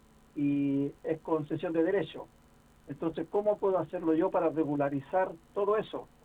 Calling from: Viña del Mar, Valparaíso, Chile

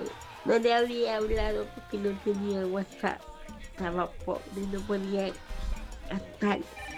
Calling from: Laguna Verde, Valparaíso, Chile; de Laguna Verde.

